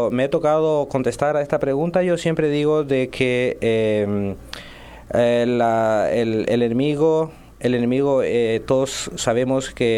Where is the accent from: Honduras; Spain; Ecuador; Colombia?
Honduras; Curarén, Francisco Morazán; born there; also born or lived in Tegucigalpa; Nací en Curarén, un municipio de Francisco Morazán, y hice mis estudios secundarios y también de formación policial en Tegucigalpa